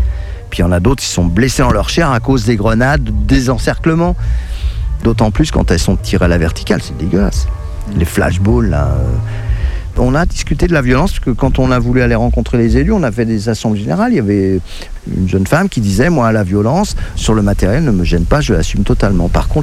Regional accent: Saint-Nazaire, Pays de la Loire, France; moi je viens de Saint-Nazaire en Loire-Atlantique

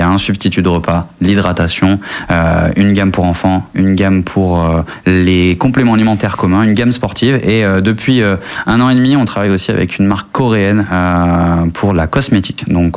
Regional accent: Périgueux, Nouvelle-Aquitaine, France; born there; Moi je suis français, je suis né ici à Périgueux.

